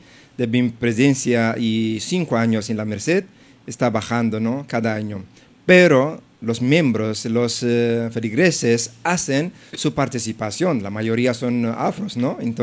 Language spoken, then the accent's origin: Spanish; Eritrea; now in Ecuador; Vengo de Eritrea, Eritrea, de Norte África.